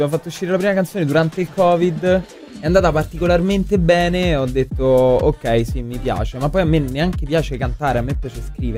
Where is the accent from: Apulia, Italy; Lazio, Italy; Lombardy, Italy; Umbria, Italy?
Lazio, Italy; Rome